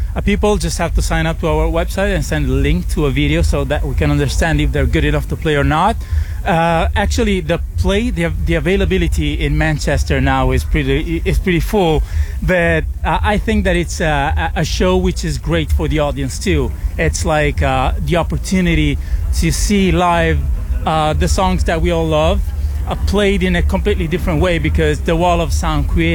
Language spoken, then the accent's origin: English; Italy; my hometown, which is a very tiny place in the middle of nowhere in Italy.